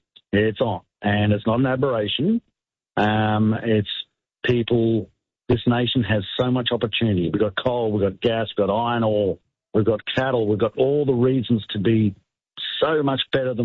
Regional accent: Australia; I've never felt unsafe as an Australian politician, and I love that.

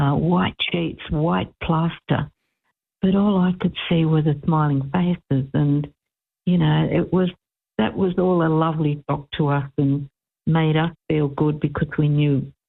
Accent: Australia; So, I'm glad I'm Australian

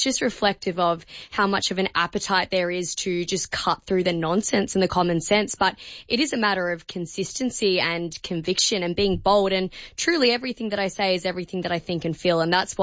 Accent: Melbourne, Victoria, Australia; I'm from Melbourne myself

